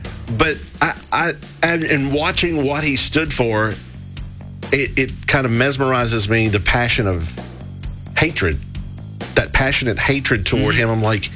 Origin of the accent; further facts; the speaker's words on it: United States; as an American